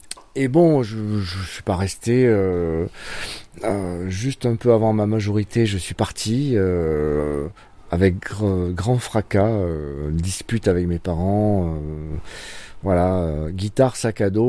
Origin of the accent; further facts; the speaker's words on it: Fontvieille, Provence-Alpes-Côte d'Azur, France; also born or lived in Arles; Alors moi, je suis né à Arles. J'ai grandi à 10 km d'Arles, dans un petit village, le village d'Alphonse Daudet, en face de la rue de la chèvre de Monsieur Seguin. C'était Fontvieille, en fait.